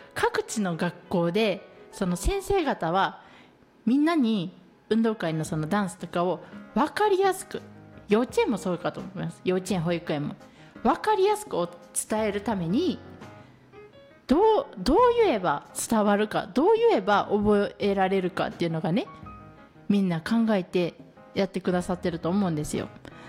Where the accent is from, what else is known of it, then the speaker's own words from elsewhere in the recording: Higashiomi, Shiga, Japan; 私あの東近江市の五箇所出身なんで